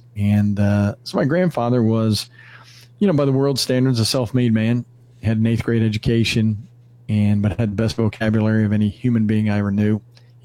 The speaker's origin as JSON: {"language": "English", "region": "Northeast", "country": "United States", "tie": "born or raised there", "said": "Growing up in the Northeast, you know, you pretty well knew anybody who was a Christian, you know, especially in my high school."}